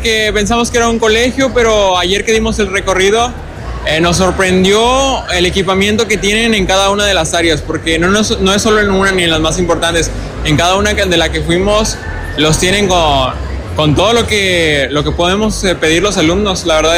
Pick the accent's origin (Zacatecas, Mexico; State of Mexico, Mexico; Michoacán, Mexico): Zacatecas, Mexico; Zacatecas del Norte, desde México